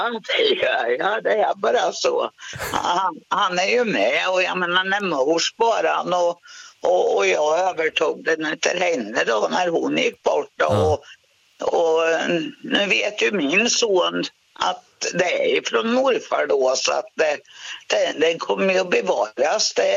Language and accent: Swedish; Östergötland, Sweden; moved away; Jag är ifrån Tåkern, okay. Omberg.